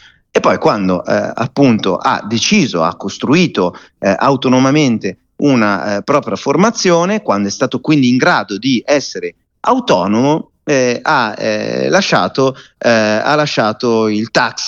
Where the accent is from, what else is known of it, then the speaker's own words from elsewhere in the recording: Milan, Lombardy, Italy; accent: Milanese; io sono milanese, lo sentite dal mio accento